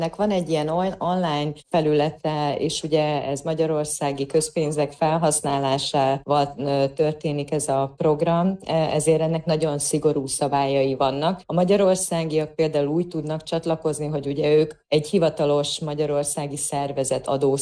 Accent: Zakarpattia Oblast, Ukraine; Igen, hát az elmúlt napokban otthon Kárpátalján a Szürtei rendezvénytermünkben tartottuk meg az évadzáró szakkörkiállítást

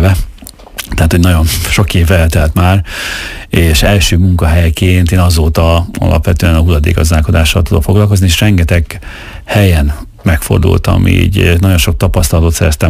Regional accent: Miskolc, Borsod-Abaúj-Zemplén, Hungary; also born or lived in Budapest; hoztam egy döntést, hogy visszatérek Miskolcra, és akkor átjelentkeztem, én akkor építőipari vonalon tanultam, és átjelentkeztem a Miskolci Egyetemre, hogy itthon legyek

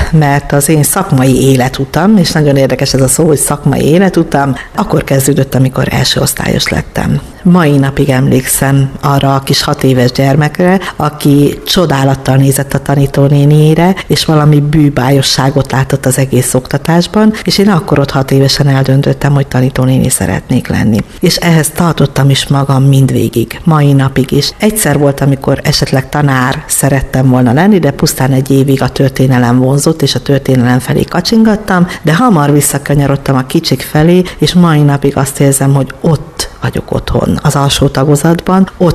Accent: Kisgyarmat, Szabolcs-Szatmár-Bereg, Hungary; now in Fehérgyarmat, Hungary; Én Fehérgyarmaton születtem, tőzsgyökeres fehérgyarmatiak a szüleim is, Kisgyarmatban nőttem fel rokonok és ismerősök között.

